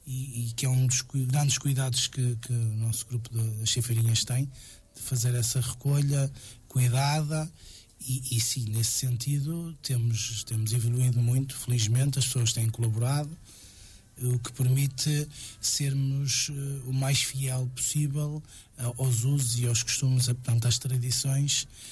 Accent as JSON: {"language": "Portuguese", "town": "Meinedo", "region": "Porto", "country": "Portugal", "tie": "born or raised there", "moved": "as an adult", "lives_now": "Sousela, Portugal", "said": "em Romariz, em Meinedo, a terra onde eu nasci"}